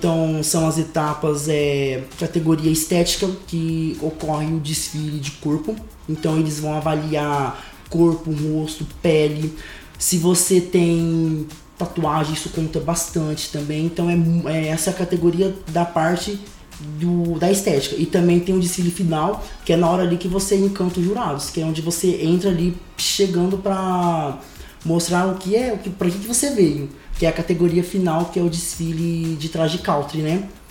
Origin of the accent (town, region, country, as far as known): Mato Grosso do Sul, Brazil